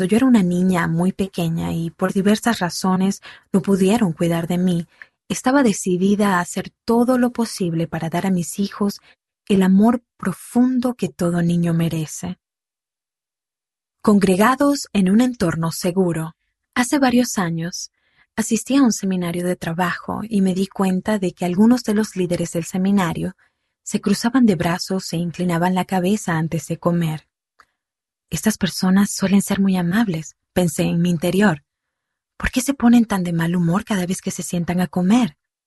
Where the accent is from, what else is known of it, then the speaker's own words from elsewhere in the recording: Japan; Spanish is a second language; En mi país, Japón, el 98% de la población es japonesa.